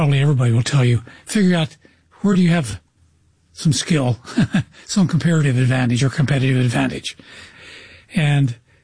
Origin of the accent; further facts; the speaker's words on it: Lawrence, Kansas, United States; first off, Lawrence, Kansas, where the University of Kansas is my hometown.